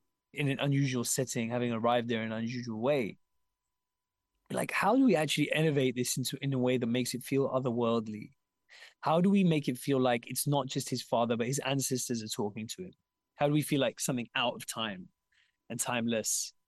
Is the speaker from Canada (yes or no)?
no; Wembley, London, United Kingdom; I read this play about a prince growing up in Denmark, and I was like, this is exactly like growing up in Wembley.